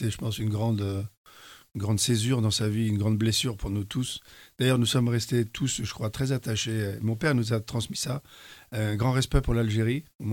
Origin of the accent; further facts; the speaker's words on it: Calabria, Italy; Oui, c'est l'aîné parce que tu vois, on est des Calabrais.